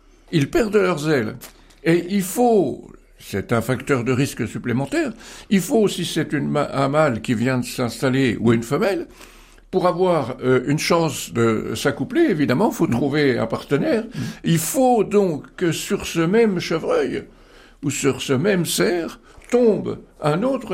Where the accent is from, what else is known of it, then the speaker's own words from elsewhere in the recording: Bourgogne-Franche-Comté, France; Chez nous, en Franche-Comté